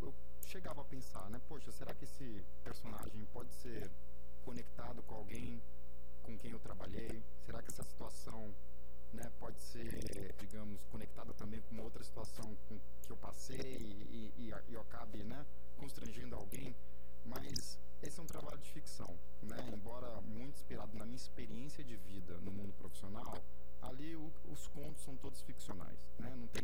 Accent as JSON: {"language": "Portuguese", "town": "Fortaleza", "region": "Ceará", "country": "Brazil", "tie": "born or raised there", "also_born_or_lived": "São Paulo", "moved": "yes", "said": "eu sou meio cearense, meio de descendência japonesa. Eu me considero fortalezense, mas nasci em São Paulo, vim muito novo para Fortaleza."}